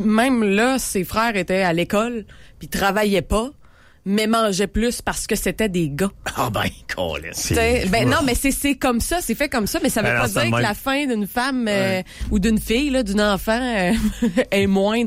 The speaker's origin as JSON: {"language": "French", "town": "Rimouski", "region": "Quebec", "country": "Canada", "said": "On vient de Rimouski, nous, là."}